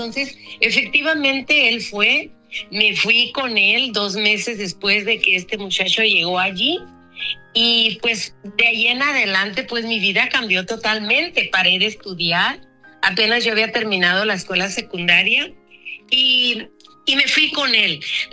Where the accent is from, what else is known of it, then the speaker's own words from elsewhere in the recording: Mocorito, Sinaloa, Mexico; born there; En México, yo nací en Sinaloa. Nací en un pueblito que está para la sierra de Sinaloa y pertenece a Mocorito, es un pueblo pequeño.